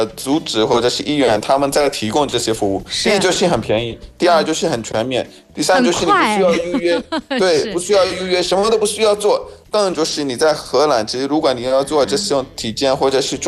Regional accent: Pakistan; Chinese is a second language; 来自巴基斯坦的

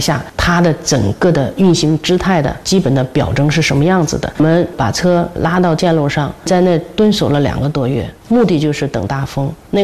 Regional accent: Jilin, China; 我是出生在吉林的一个小镇上，父亲呢是铁路工人

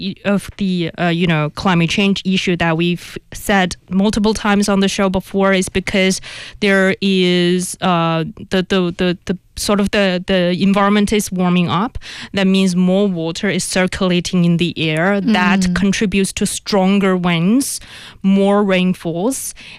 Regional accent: Inner Mongolia, China; English is a second language; and even my hometown. You know, it's a very, very inland region in the Mongolia.

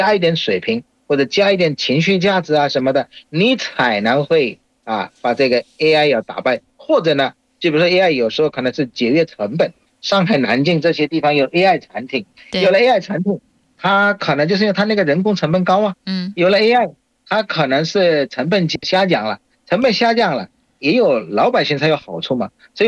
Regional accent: Bangladesh; Chinese is a second language

